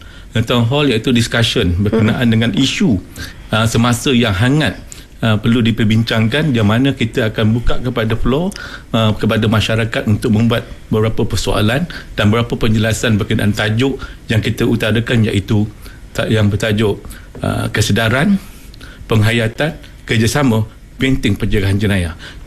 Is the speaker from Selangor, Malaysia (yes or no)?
no; Johor, Malaysia; now in Perak, Malaysia; Saya asal daripada Johor.